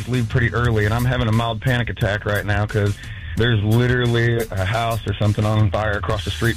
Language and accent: English; Centralia, United States; I grew up on Pleasant Avenue in Centralia.